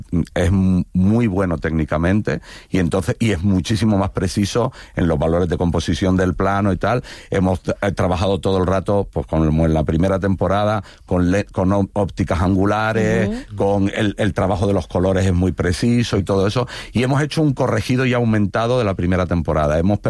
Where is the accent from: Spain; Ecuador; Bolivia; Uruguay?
Spain; Canary Islands; tiene que ver con una cosa hiperbólica mía, de que debo ser como por canario, no sé, que sois carnavaleros y exagerados.